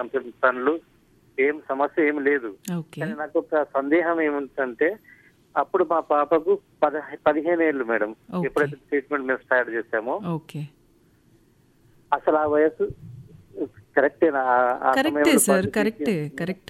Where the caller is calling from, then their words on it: Nizamabad, Telangana, India; madam, నేను నిజామాబాద్ నుండి